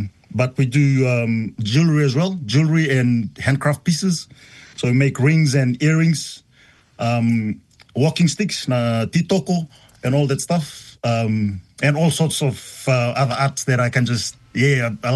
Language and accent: English; Fiji; Because I'm from Kanavea Vune Tavuni. When I grew up in the village, they called me